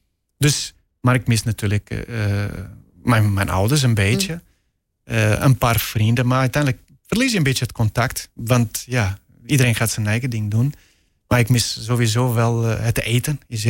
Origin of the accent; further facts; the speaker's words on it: Portugal; Dutch is a second language; now in Netherlands; Nou, gelukkig is van hier naar Portugal vliegen is